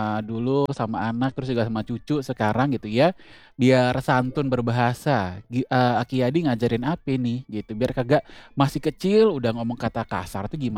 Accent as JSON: {"language": "Indonesian", "region": "Jakarta", "country": "Indonesia", "said": "Apalagi kalau kita orang Betawi juga kan"}